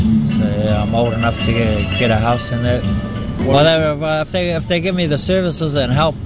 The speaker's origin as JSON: {"language": "English", "town": "Whakatane", "region": "Bay of Plenty", "country": "New Zealand", "tie": "born or raised there", "lives_now": "Hamilton, New Zealand", "said": "I only just got into Hamilton from Whakatane, that's my hometown. But yeah, I was on the street in Whakatane and I decided to move to Auckland."}